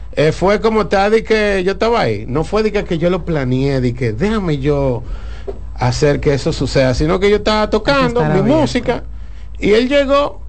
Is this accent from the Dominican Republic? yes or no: yes; Polo, Barahona, Dominican Republic; mi papá de Barahona y yo crecí en Polo a los 5 años de edad.